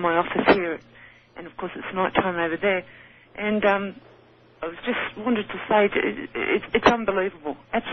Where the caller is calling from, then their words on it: Sydney, New South Wales, Australia; I'm calling from Sydney in Australia.